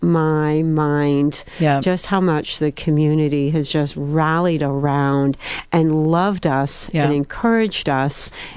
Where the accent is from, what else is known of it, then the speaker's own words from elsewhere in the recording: Indiana, United States; And we grew up in Indiana.